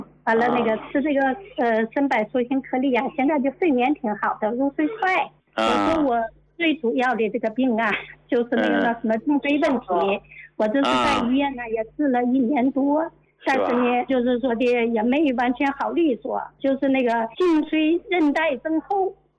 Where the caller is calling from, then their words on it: Tianjin, China; 我是天津的患者